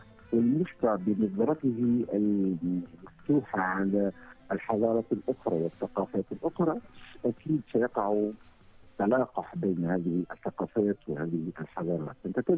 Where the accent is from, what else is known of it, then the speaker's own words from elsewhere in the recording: Gafsa, Gafsa Governorate, Tunisia; وأنا ابن الجنوب التونسي بمدينة قفصة، و ومدينة دفة أساساً، دفة حتى نقول، وهي مدينة عريقة